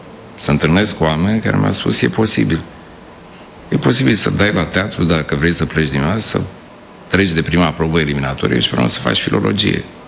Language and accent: Romanian; Oltenia, Romania; accent: Oltenian; now in Bucharest, Romania; olteanul de la țară, de la care mergea cu vacile, cu oile.